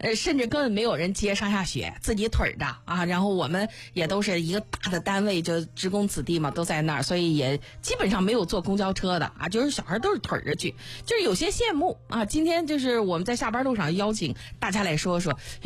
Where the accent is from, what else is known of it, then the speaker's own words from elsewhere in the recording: China; 我是在这个煤建路上长大的